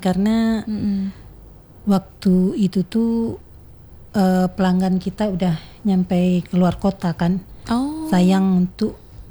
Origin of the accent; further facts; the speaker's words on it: West Sumatra, Indonesia; Saya asli orang Sumatera Barat.